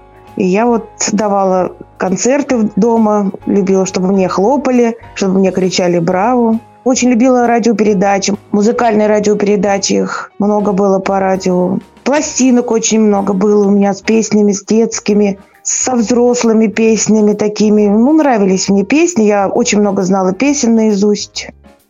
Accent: Samara, Samara Oblast, Russia; Родилась я в городе Куйбышеве, тогда еще был город Куйбышев. Родилась я в 1977 году.

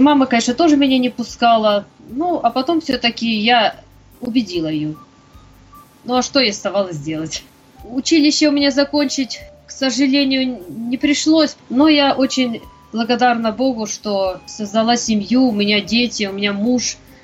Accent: Khabarovsk, Khabarovsk Krai, Russia; moved away as an adult; also born or lived in Petropavlovsk-Kamchatsky / Kursk; Я с Дальнего Востока, я родилась в Петропавловске-Камчатском. До 7 лет жила на Камчатке, потом, значит, возник вопрос, чтобы меня определить в спецшколу для слепых и слабовидящих. Поскольку на Камчатке такой школы нет, наша семья переехала в Хабаровск. Я с 7 до 17 лет прожила в Хабаровске.

